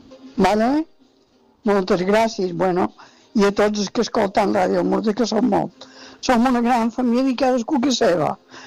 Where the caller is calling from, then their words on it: Sa Cabana, Balearic Islands, Spain; de Sa Cabana i de Sant Pere.